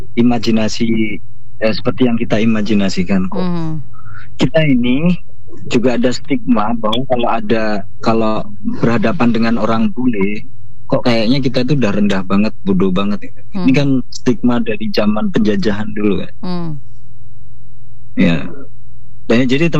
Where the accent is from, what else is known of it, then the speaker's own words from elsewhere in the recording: Kediri, East Java, Indonesia; walaupun kita anak Kediri.